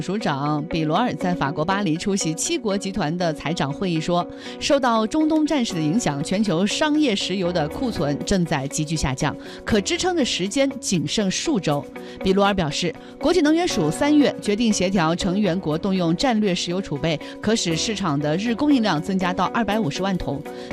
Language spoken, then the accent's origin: Chinese; Kunming, Yunnan, China; 咱们昆明人又有一个好去处了。